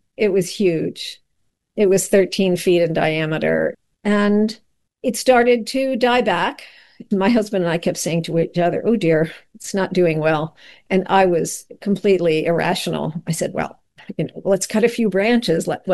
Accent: East Coast, United States; now in Pittsburgh, United States; I came from the East Coast. My husband is the Pittsburgher. And I think I always thought maybe I'd go back at some point.

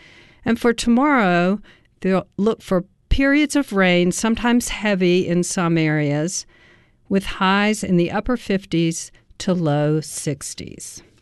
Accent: Memphis, Tennessee, United States; my hometown, Memphis, Tennessee.

